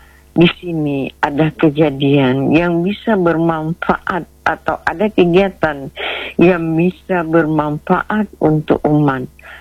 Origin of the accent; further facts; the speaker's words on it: South Sulawesi, Indonesia; kita sebagai orang Bugis